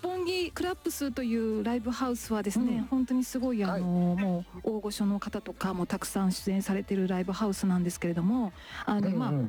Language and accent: Japanese; Kagawa, Japan; now in Tokyo, Japan; 私があの地元の香川県からですね、まあ、ほぼゼロから始め、上京してきてゼロから始めたこうシンガーソングライターへの道がですね